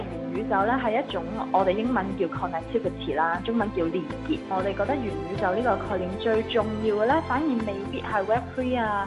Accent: Hong Kong; 我哋作為一個土生土長嘅香港人，

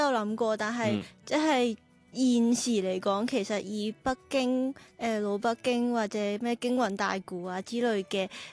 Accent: Macau; 我始终我系澳门人啦，咁即系我都系喺个大湾区长大，咁我觉得即系都系我最熟悉嘅语言

